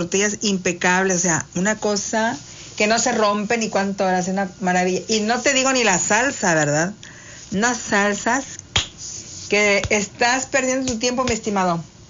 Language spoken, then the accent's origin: Spanish; Mexico; somos unos mexicanos que tenemos en nuestras cocinas toda nuestra historia ancestral ahí metidos.